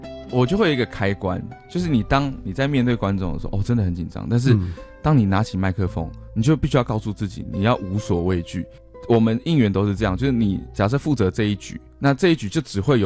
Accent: Miaoli County, Taiwan; 因为我那时候大学是因为我苗栗人嘛、嗯、然后我读辅大，所以我参加的是竹友会，就是新竹苗栗的校

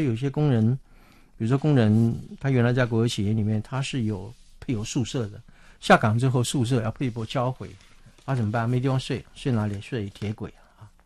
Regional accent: Northeast China, China; moved away; 我是东北人，所以那个年代我曾经回我的家乡，我那个家乡里面的人呢，基本上没有人不下岗的，东北叫老工业地，老工业基地嘛

